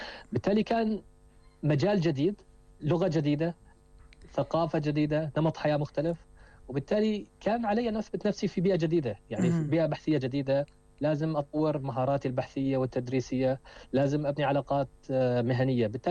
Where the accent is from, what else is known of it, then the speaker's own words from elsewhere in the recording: Bosra, Daraa Governorate, Syria; moved away; السفر لمدينتي درعا بصرة الشام